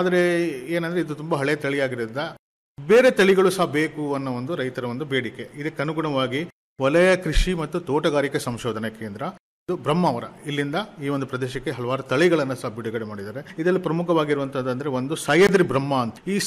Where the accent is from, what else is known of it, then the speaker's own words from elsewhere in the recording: Dakshina Kannada district, Karnataka, India; ಇದೊಂದು ನಮ್ಮ ದಕ್ಷಿಣ ಕನ್ನಡ ಜಿಲ್ಲೆಯ ಸಂಸ್ಕೃತಿ ಮತ್ತು ಪರಂಪರೆಯ ಒಂದು ಭಾಗ ಅಂತ ನಾವು ಹೇಳ್ಬೋದು.